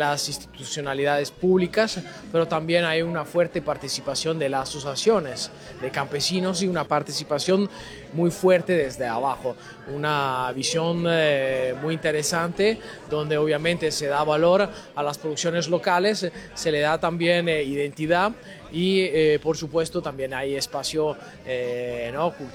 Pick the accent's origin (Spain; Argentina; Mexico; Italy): Italy; yo siendo italiano, me siento como en casa, porque me recuerdan mis mercados, los mercados organizados que tenemos allá en Italia